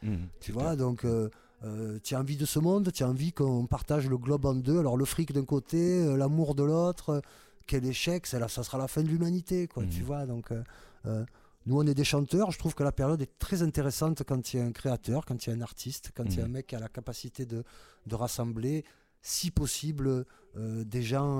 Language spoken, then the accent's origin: French; Marseille, Provence-Alpes-Côte d'Azur, France; Et voilà, mais en tant que Marseillais, en tant que Marseille, c'est une ville où on vient tous d'ailleurs, tu sais.